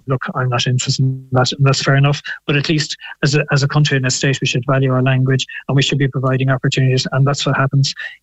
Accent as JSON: {"language": "English", "country": "Ireland", "said": "as Irish people, we probably don't notice them."}